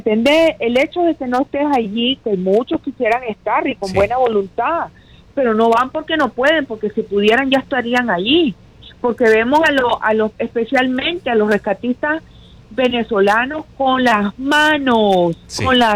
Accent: Nicaragua; now in Naples, United States

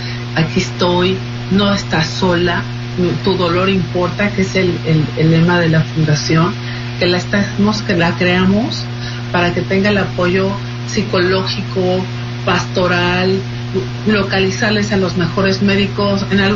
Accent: Mexico; decidí venirla a presentar a México, pues porque soy mexicana

